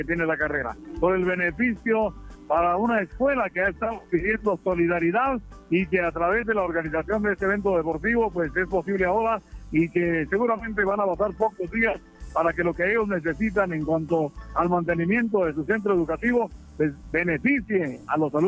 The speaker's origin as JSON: {"language": "Spanish", "town": "Amatitlán", "region": "Guatemala Department", "country": "Guatemala", "said": "vengo del departamento de Guatemala, desde Amatitlán"}